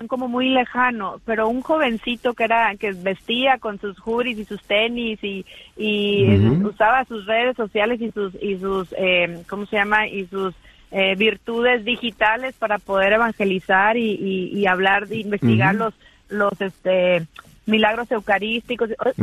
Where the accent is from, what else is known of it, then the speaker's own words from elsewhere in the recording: Tamaulipas, Mexico; moved away as an adult; now in Los Angeles, United States; yo soy de Tamaulipas, México, y soy la más chica de cuatro hermanos.